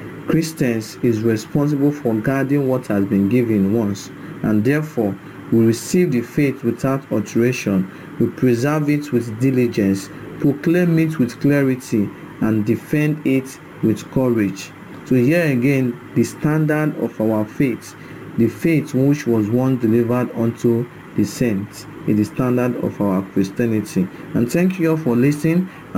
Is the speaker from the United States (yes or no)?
no; Okada, Edo, Nigeria; from Okada Town, Edo State, Nigeria.